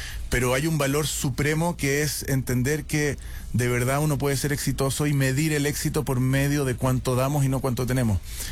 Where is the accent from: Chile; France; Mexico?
Chile; also born or lived in Israel; somos inmigrantes, mi madre viene de Marruecos, mi padre de Alemania, yo nací en Israel, o sea, olvídate, habíamos llegado a Chile, ¿a qué colegio me voy?